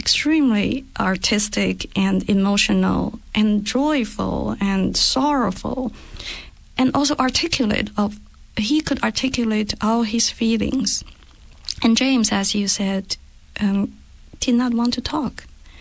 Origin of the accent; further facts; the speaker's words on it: China; So I grew up in China, and for instance, when I was little, all the adults would say, since you're a child, you have no right to decide who you want to be or what you want to do.